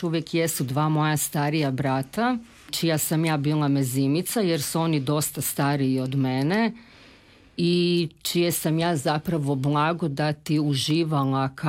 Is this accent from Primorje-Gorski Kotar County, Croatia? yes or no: no; Zagreb, City of Zagreb, Croatia; ja sam rođena i odrasla na Svetom Duhu i evo danas još uvijek tamo živim.